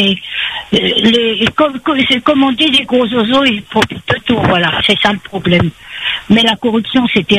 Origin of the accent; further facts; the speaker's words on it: Madagascar; also born or lived in Toamasina; now in Le Tampon, Réunion; moi, j'ai grandi à Madagascar, mais dans l'époque des Français, bien entendu.